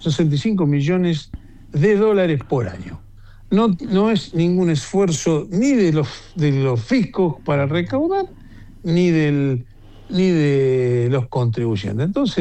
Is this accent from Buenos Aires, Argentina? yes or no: no; Rosario, Santa Fe, Argentina; Yo, como soy de Rosario, defiendo más a la región centro